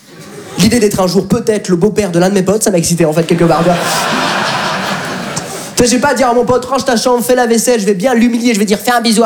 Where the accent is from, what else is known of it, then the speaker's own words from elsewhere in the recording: France; Je lui dis, mais papa, mais on est de France.